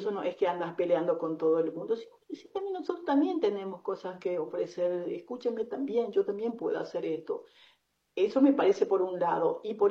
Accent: Paraguay; now in Córdoba, Argentina; soy transnacional, soy paraguaya argentina, paraguaya cordobesa, y me siento bien así

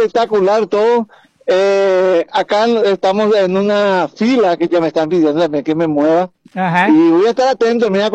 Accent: Paraguay; para nosotros los paraguayos

